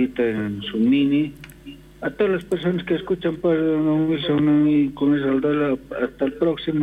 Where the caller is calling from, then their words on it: Independencia, Cochabamba, Bolivia; saludar a mi pueblo, provincia, Ayopaya, municipio, Independencia, distrito, Chuchilpapampa